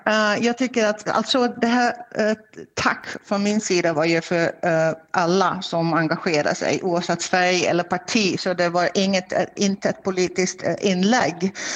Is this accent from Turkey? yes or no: no; Ireland; Swedish is a second language; now in Strömsund, Sweden; eftersom jag är inte svensk, jag flyttade hit från Irländerna för 10 år sedan.